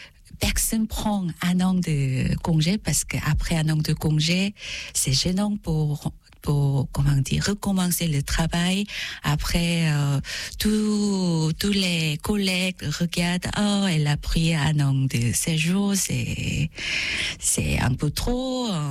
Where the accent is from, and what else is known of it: Seoul, South Korea; French is a second language